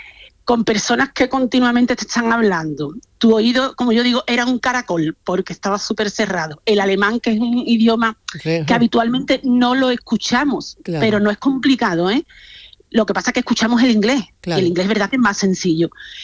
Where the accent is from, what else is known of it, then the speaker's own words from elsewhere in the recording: Seville, Andalusia, Spain; now in Germany; Yo soy de Sevilla.